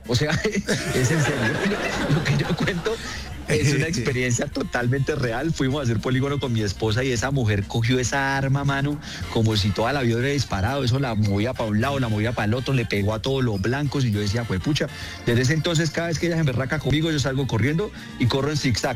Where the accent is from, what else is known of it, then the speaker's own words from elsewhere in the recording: Santander, Colombia; now in Bogotá, Colombia; lo que es vivir en Bogotá, siendo santandereano